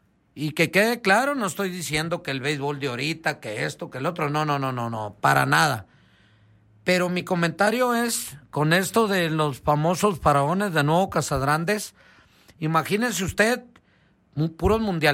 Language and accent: Spanish; Delicias, Chihuahua, Mexico; born there